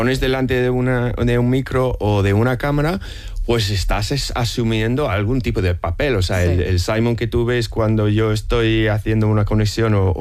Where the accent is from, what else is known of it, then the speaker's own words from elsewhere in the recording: United Kingdom; Spanish is a second language; moved away as an adult; now in Madrid, Spain; yo soy el típico británico que de mi infancia fue marcada por las vacaciones familiares en España